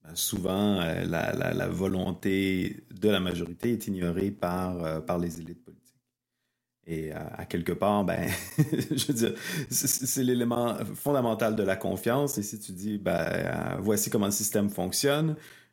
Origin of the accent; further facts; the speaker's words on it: Quebec, Canada; Chez nous, au Québec